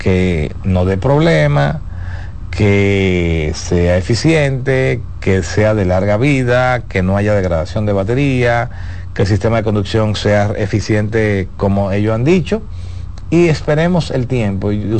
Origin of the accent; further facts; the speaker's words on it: Dominican Republic; nosotros como República Dominicana